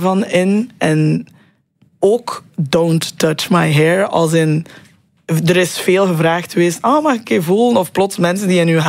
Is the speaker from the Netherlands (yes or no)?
no; Roeselare, Flanders, Belgium; Ik kom ook van Roeselaar, dus heb daar geen grote concertzaal of zo.